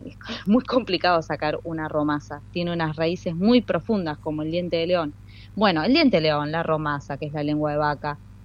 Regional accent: La Plata, Buenos Aires Province, Argentina; moved away as an adult; now in Tierra del Fuego, Argentina; Yo soy platense, hace 5 años vivo acá

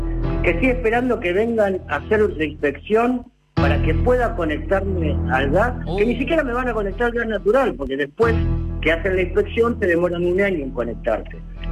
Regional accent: Mar del Plata, Buenos Aires Province, Argentina; also born or lived in Ushuaia; now in Villa Gesell, Argentina; Me crié en Mar del Plata

